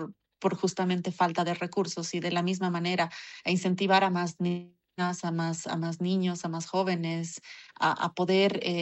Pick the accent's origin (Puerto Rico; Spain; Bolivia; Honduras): Bolivia; Somos bolivianos